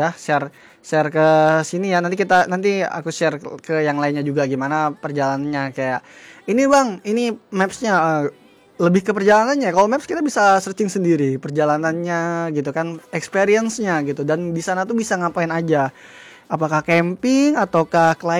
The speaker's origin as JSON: {"language": "Indonesian", "region": "Kalimantan", "country": "Indonesia", "said": "Namanya juga kita warga Kalimantan kan"}